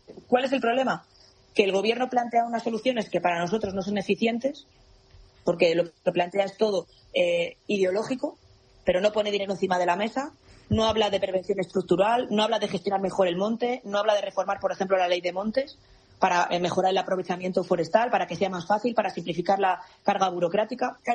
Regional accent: Spain; se lo pregunten a los ciudadanos que viven en mi tierra, en Picos de Europa, en Oceja de Sa

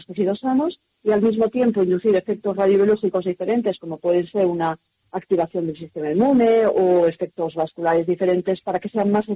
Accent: Verín, Galicia, Spain; moved away as an adult; also born or lived in France; volver a Galicia siempre es fácil. Evidentemente es mi tierra

